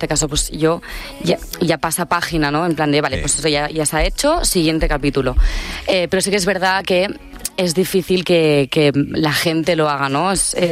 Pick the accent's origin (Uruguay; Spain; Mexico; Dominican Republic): Spain; Tiana, Catalonia